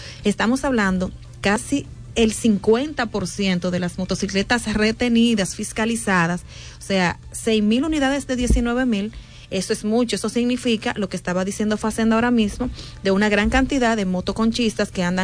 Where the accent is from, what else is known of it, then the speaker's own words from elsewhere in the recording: Dominican Republic; que obviamente los ambientalistas y nosotros mismos como dominicanos ya realmente no podemos permitir